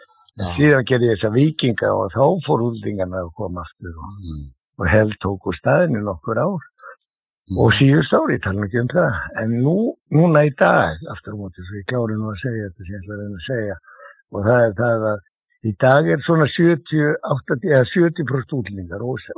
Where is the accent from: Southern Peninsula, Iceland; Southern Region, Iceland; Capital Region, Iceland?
Capital Region, Iceland; Reykjavík; Já, ég er fæddur og uppalinn í Klefsholtinu